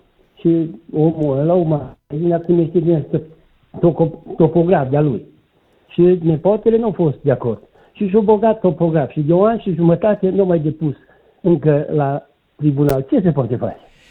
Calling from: Bistrița, Bistrița-Năsăud, Romania; Sunt de la Bistrița

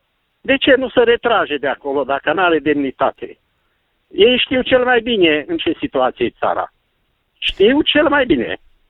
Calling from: Cluj-Napoca, Cluj County, Romania; din Cluj.

